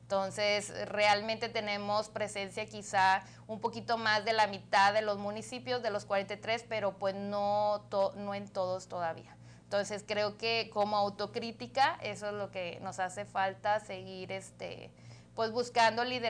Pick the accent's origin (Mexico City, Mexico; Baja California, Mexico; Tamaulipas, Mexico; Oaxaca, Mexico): Tamaulipas, Mexico; fifth district; aquí por ejemplo en el quinto distrito, pues es un distrito en el que además de ser mi casa, donde yo nací, he crecido y quiero y amo con todo mi corazón